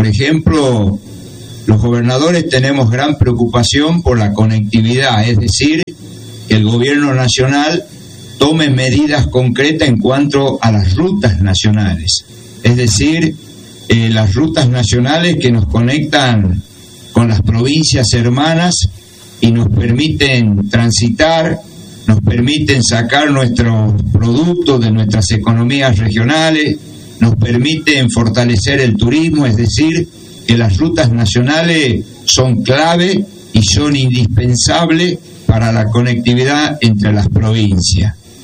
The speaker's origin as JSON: {"language": "Spanish", "region": "Tucumán", "country": "Argentina", "said": "también somos argentinos, también vivimos en el norte, también hace calor"}